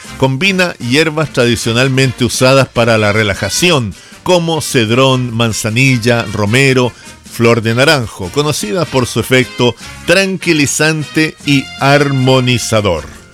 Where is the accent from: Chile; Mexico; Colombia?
Chile; nosotros acá en Chile hablamos español, castellano, chileno